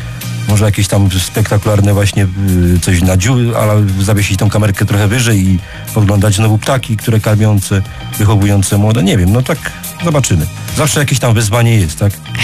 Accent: Opole Voivodeship, Poland; u nas na Opolszczyźnie

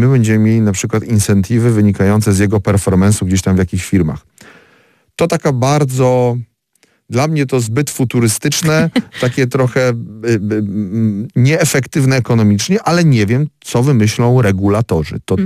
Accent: Opole, Opole Voivodeship, Poland; Oczywiście jesteśmy Polakami z Opola

